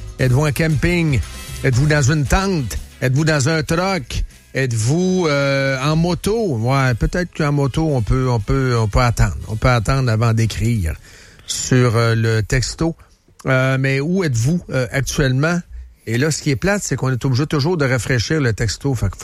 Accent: Shawinigan, Quebec, Canada; also born or lived in Trois-Rivières; Je viens de Shawi. J'ai travaillé à Trois-Rivières. Je connais très, très bien Trois-Rivières. J'ai travaillé pendant plusieurs années à Trois-Rivières. Je suis un peu de Trois-Rivières.

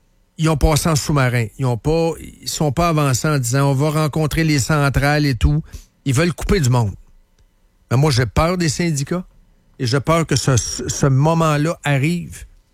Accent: Trois-Rivières, Quebec, Canada; Je viens de Trois-Rivières. Ouais. Et je suis là pour les Québécois.

